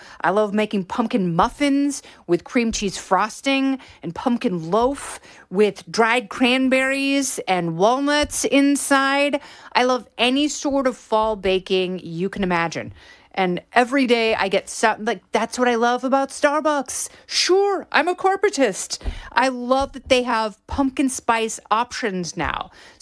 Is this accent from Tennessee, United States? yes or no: no; Oregon, United States; now in New York, United States; especially not like we have in New York here or growing up in Oregon.